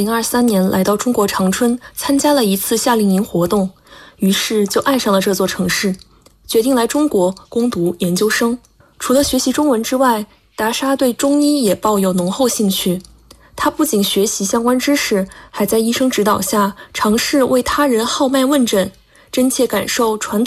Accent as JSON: {"language": "Chinese", "town": "Ryazan", "region": "Ryazan Oblast", "country": "Russia", "second_language": "Chinese", "lives_now": "Changchun, China", "said": "我来自美丽的俄罗斯延赞市。"}